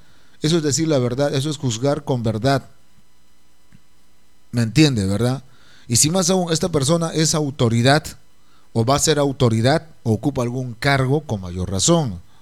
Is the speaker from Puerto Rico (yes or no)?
no; Peru; Somos peruanos.